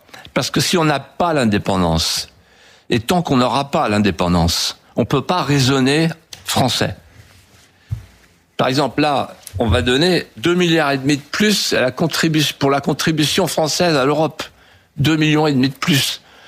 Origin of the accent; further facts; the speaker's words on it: France; Je suis français, j'ai envie de rester français, j'ai envie qu'on me parle de la France